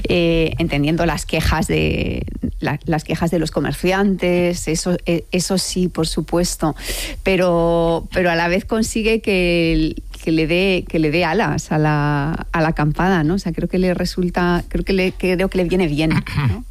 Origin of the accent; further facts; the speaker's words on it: Albacete, Castilla-La Mancha, Spain; Es que yo soy de Albacete